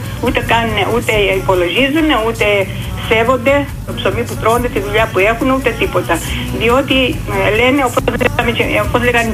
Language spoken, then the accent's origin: Greek; Greece; Εγώ Ελληνίδα είμαι.